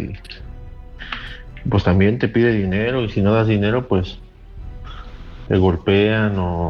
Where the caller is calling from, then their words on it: Ciudad Nezahualcóyotl, State of Mexico, Mexico; Yo soy de allá de Ciudad Neza.